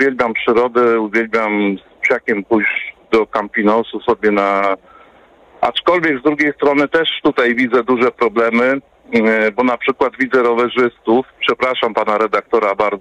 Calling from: Warsaw, Masovian Voivodeship, Poland; też mieszkam w Warszawie

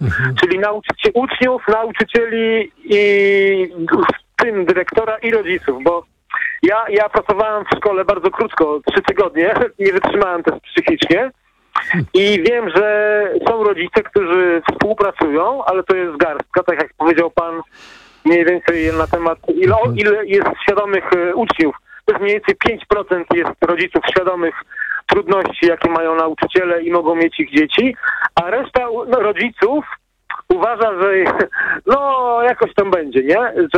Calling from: Gdańsk, Pomeranian Voivodeship, Poland; Dobry wieczór, dzwonię z Gdańska, z Kaszub.

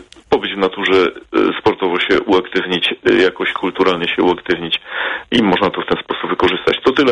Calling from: Bavaria, Germany; u nas w Bawarii

